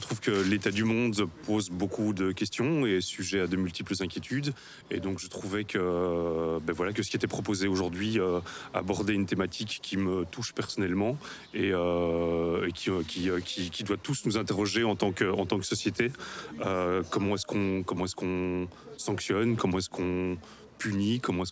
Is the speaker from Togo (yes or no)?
no; Brussels, Brussels-Capital Region, Belgium; j'ai 47 ans et je suis bruxellois depuis toujours.